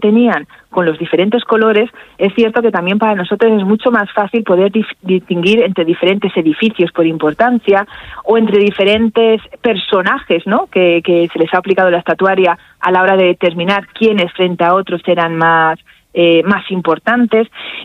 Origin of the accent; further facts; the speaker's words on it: Salamanca, Castile and León, Spain; yo ya que soy de Salamanca voy a aprovechar.